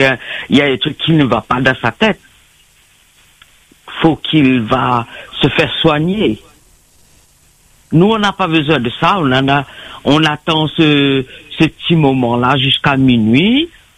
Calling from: Saint-Paul, Réunion; j'appelle de Saint-Paul.

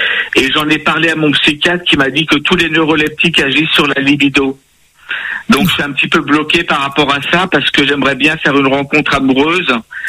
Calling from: Strasbourg, Grand Est, France; j'habite sur Strasbourg en Alsace.

